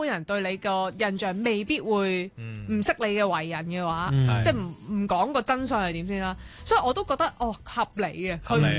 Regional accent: Hong Kong; 作為香港人嘅80后啊

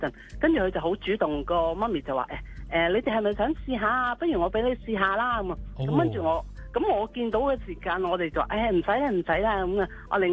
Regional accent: Hong Kong; 係啊，咁因為辣咧，始終我哋香港人食唔慣啊嘛。

